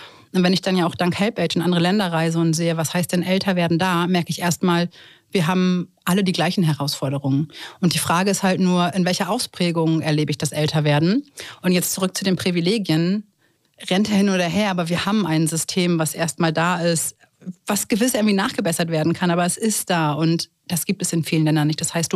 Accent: Germany

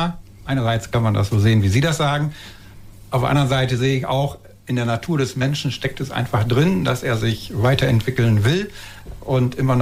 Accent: Bad Bentheim, Lower Saxony, Germany; Ursprünglich mal für ein Projekt für zwei Windkraftanlagen in meiner Heimat Bad Bentheim.

